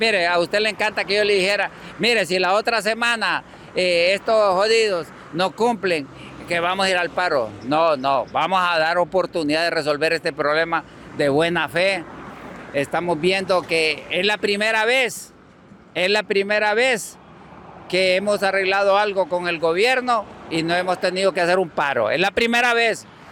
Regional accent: Honduras; Somos nosotros los hondureños

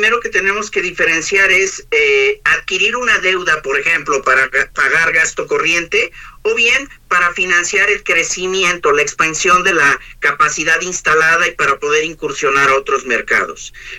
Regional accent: Mexico City, Mexico; moved away; quienes somos originarios de la Ciudad de México

